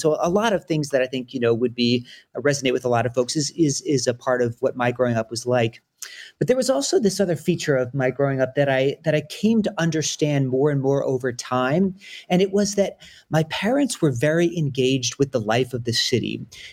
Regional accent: Philadelphia, Pennsylvania, United States; I grew up in Philadelphia, and if folks know it, in the Germantown neighborhood.

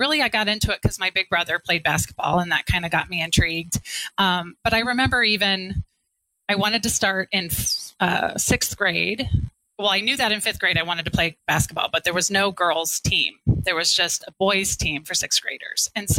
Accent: Mason, Ohio, United States; born there; also born or lived in Sidney, Ohio / Piqua, Ohio / Columbus, Ohio / Chicago; And about third grade, we moved to Mason, Ohio, which is close to Cincinnati. And that's really what I consider where I grew up, in kind of my hometown. But I graduated from Mason High School

